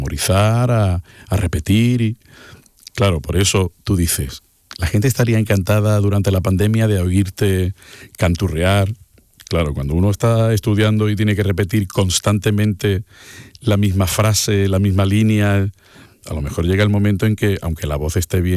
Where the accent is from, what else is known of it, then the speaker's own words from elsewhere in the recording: Málaga, Andalusia, Spain; Pero a ver, siendo malagueño ya somos un poquito figurantes en nuestro...